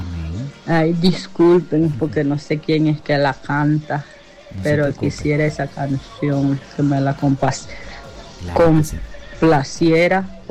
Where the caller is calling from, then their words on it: Nicaragua; Llamo desde Nicaragua.